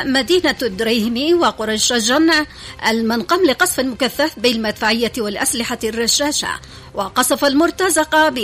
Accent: Yemen; على أرضنا اليمنية وعلى شعبنا اليمني الأبي

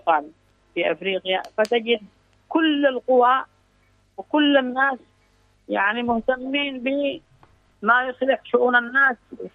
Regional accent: Yemen; وهكذا عندنا في اليمن.

